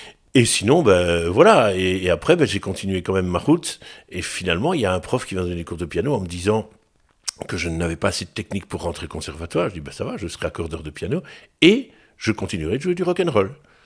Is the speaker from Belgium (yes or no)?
yes; Jumet, Wallonia, Belgium; also born or lived in Gosselies; Je suis né à Gosselies. Et donc, j'ai vécu à Jumet pendant une bonne vingtaine d'années. Puis, je suis arrivé à Marcinelle.